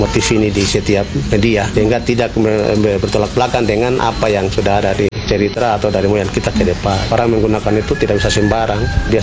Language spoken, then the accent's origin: Indonesian; Biak, Papua, Indonesia; Kalau kita orang Biak